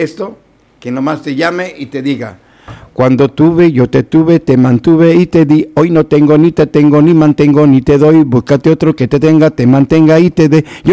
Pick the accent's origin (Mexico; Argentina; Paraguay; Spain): Argentina; Entonces esas amarguras te llegan a ti como persona, como argentina. Argentina es un país muy grande, muy hermoso, muy de piel.